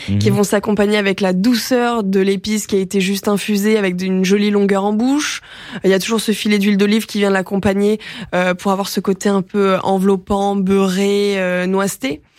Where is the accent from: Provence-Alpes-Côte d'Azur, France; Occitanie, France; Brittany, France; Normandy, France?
Provence-Alpes-Côte d'Azur, France; qu'est-ce que j'aime à l'apéro l'été quand je suis chez moi en Provence.